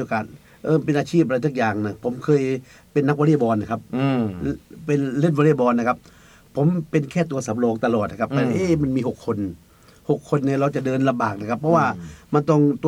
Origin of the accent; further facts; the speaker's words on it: Khuan Kalong District, Satun, Thailand; ผมเป็นคนจังหวัดสตูลครับ